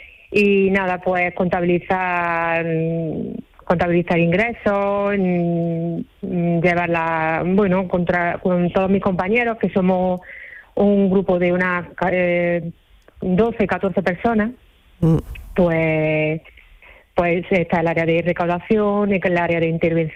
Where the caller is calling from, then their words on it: Armilla, Andalusia, Spain; Sí, vivo aquí en Armilla, pero trabajo en otro pueblo de Granada.